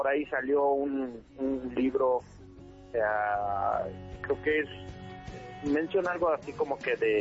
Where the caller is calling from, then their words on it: Mexico City, Mexico; ahorita estamos aquí en el trabajo, por acá por Churubusco, a espaldas del Hospital Jopo, en la empresa Editorial Trillas.